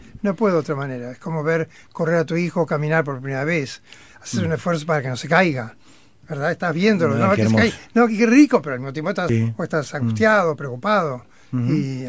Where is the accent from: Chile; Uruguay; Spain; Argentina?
Argentina; porque somos argentinos.